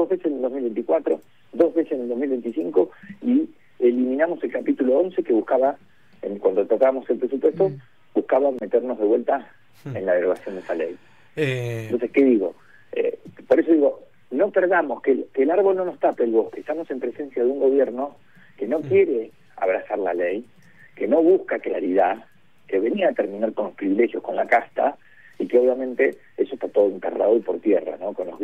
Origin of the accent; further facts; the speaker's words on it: Argentina; lo digo como argentino